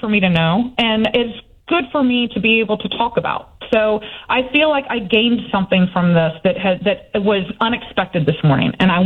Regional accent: Florida, United States; I'm a white woman. I'm a southerner. I grew up in the Florida panhandle.

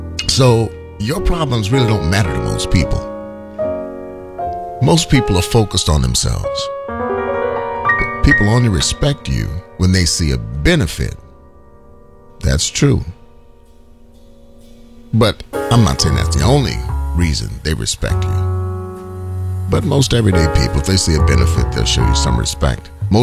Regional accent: Savannah, Georgia, United States; my hometown of Savannah, Georgia

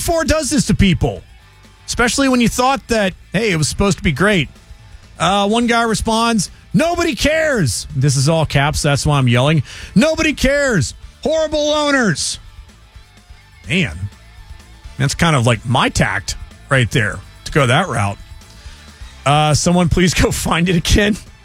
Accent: Houston, Texas, United States; also born or lived in Sandy Springs; I am from Houston

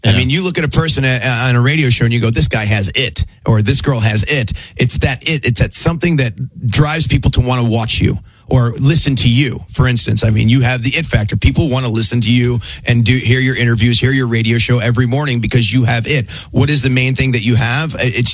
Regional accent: Cleveland, Ohio, United States; I'm in my hometown of Cleveland, baby.

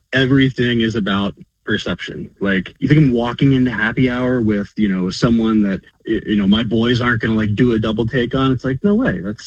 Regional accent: New Jersey, United States; I'm from Jersey. I live here.

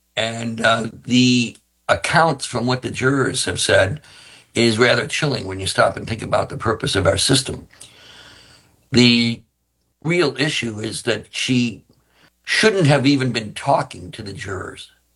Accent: Webster, New York, United States; I grew up in Webster

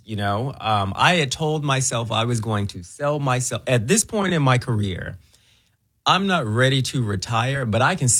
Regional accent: Memphis, Tennessee, United States; moved away as an adult; also born or lived in Orlando, Florida; I grew up in Memphis. Memphis raised me, but I've already lived there.

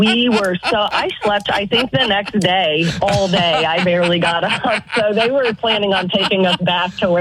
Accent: North Carolina, United States; So I grew up in North Carolina.

